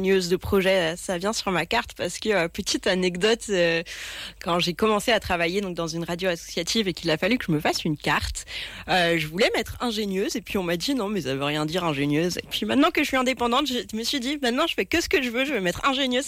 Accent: Provence-Alpes-Côte d'Azur, France; now in Mulhouse, France; Alors, je suis originaire du Var, mais j'ai vite bougé pour mes études jusqu'à arriver à Mulhouse en master.

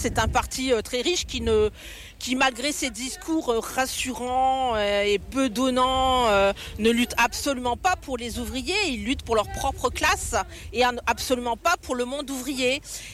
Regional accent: Courcelles-lès-Lens, Hauts-de-France, France; Alors oui, moi je ne suis pas originaire de Liévin, mais je suis originaire de Courcelles-lès-Lens, qui est passé également au RN.

